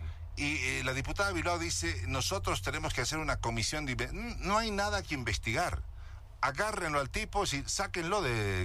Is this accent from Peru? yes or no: no; Bolivia; Donde tenemos pocas victorias como bolivianos.